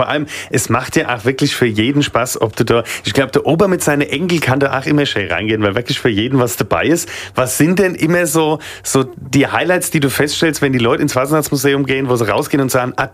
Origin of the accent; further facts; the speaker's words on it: Mainz, Rhineland-Palatinate, Germany; accent: Mainz dialect; unser Mainzer Dialekt ist ja vom Französischen geprägt.